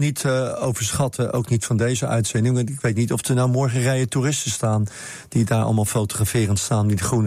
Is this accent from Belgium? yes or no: no; Rotterdam, South Holland, Netherlands; Ik ken het als Rotterdammer ook, dat je een soort herwaardering krijgt voor gebouwen waar vroeger om gelachen werd.